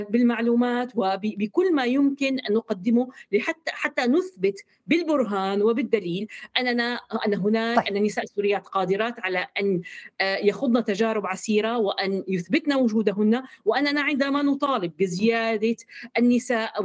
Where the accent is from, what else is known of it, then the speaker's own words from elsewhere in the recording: Syria; نحن كسوريين نستكشف بعضنا البعض